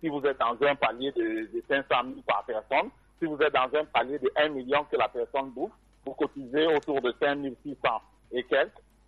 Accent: Cameroon; Nous sommes des Camerounais, nous sommes très battants, nous sommes très dynamiques et nous faisons des tontines pour pouvoir anticiper sur les coûts de la vie.

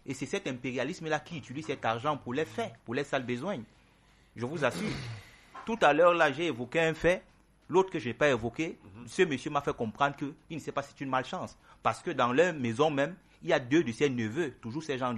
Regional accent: Cameroon; nous, en tant que Camerounais

